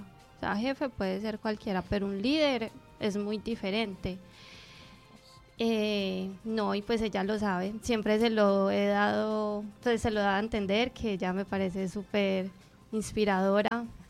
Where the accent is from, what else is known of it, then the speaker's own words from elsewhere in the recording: Medellín, Antioquia, Colombia; also born or lived in Cali; now in Brussels, Belgium; Soy de Medellín, pero viví mucho tiempo en Cali. Entonces soy como una mezcla.